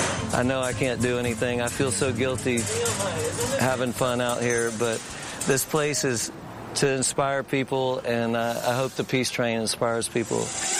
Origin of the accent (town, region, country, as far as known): Houston, Texas, United States; born or raised there